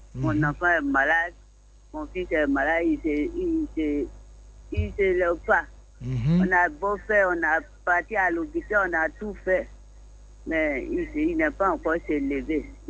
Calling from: Azaguié, Côte d’Ivoire; Je vous appelle Azagué.

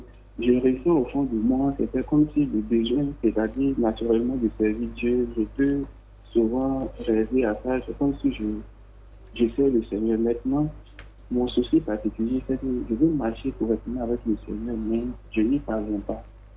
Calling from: Abidjan, Côte d’Ivoire; Je vous appelle de Yopougon-Niango.

